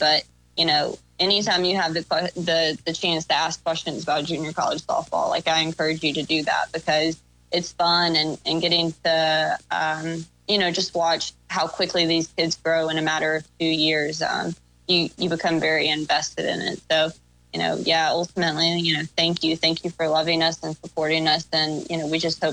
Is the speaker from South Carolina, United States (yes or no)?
yes; South Carolina, United States; moved away; I grew up in South Carolina, and so a little bit more Baptist myself